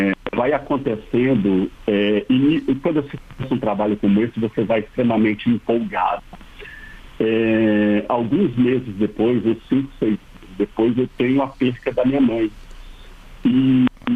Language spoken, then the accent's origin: Portuguese; Brazil; born there; moved away; como todo brasileiro que é do interior e que às vezes tem que fazer a vida, você tem que emigrar, né?